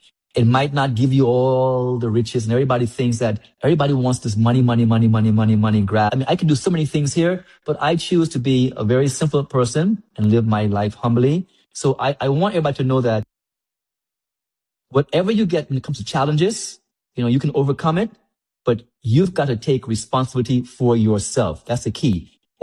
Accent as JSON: {"language": "English", "town": "Grand Turk", "country": "Turks & Caicos Islands", "tie": "born or raised there", "said": "As a small little boy growing up on West Road, barefoot, running around by the salt pond, and to be in certain places in the world and to be able to showcase my talent as a little boy from Grand Turk, I'm so proud to be a Turks-Caicos Islander."}